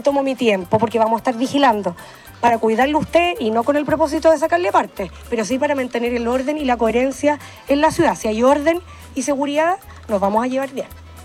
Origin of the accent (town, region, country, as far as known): Chile